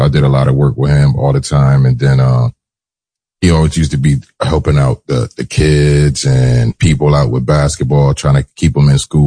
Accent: Bridgeport, Connecticut, United States; Bridgeport, Connecticut, born and raised.

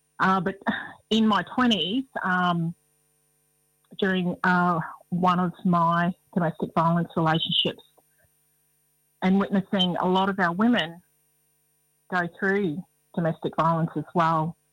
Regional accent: Queensland, Australia; also born or lived in Torres Strait Islands; I hail from the Nawagi Aboriginal Tribal Group, north of Goorambulbah, which is the traditional name for Townsville in North Queensland, and that's my mother's country up there.

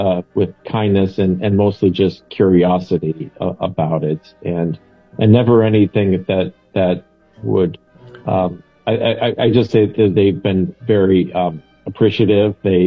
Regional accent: Iowa, United States; when you say I'm from Iowa, they either go with Ohio or they think that we grow potatoes.

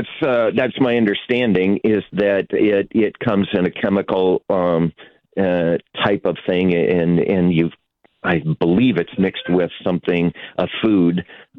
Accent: North Dakota, United States; moved away; I grew up in North Dakota

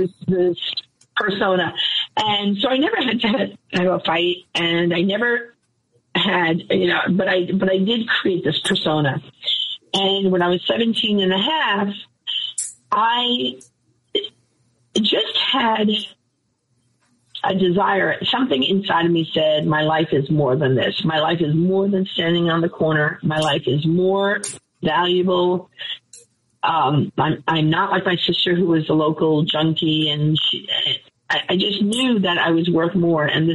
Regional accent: New York City, New York, United States; now in Jacksonville, Florida, United States; I grew up in New York City, Bronx, New York. I grew up, you know, the divorced mom, single mom raised me.

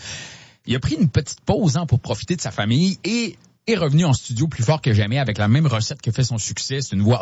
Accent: Quebec, Canada; ici, chez nous, au Québec, même si l'anglais n'est pas notre langue d'origine.

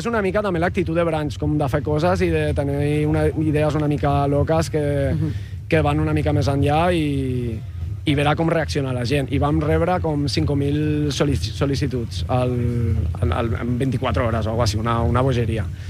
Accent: Region of Murcia, Spain; Catalan is a second language; moved away as an adult; now in Barcelona, Spain; Jo sóc de Múrcia, però xerraré en català

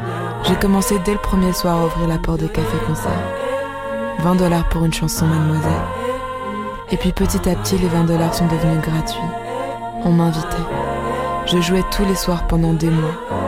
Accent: Cameroon; Chez moi, au Cameroun. Ça faisait 10 ans que j'étais plus venue. Je me souviens des couchers de soleil sur la cité des palmiers, de la citronnelle de ma grand-mère, du maïs braisé en route vers le village.

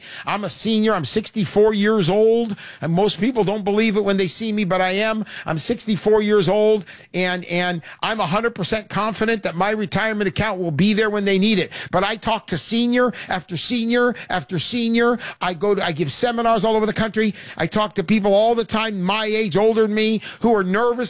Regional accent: California, United States; Southern California.

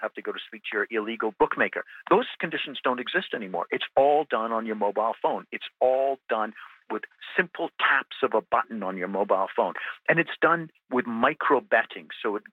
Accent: Canada; it boggles my mind as a Canadian why, when we legalized sports gambling a couple of years ago, why we just didn't take half an hour to just amend our criminal code

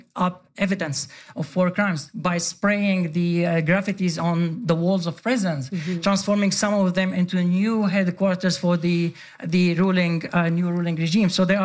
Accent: Sweden; No, very appreciated because I grew up in Sweden.

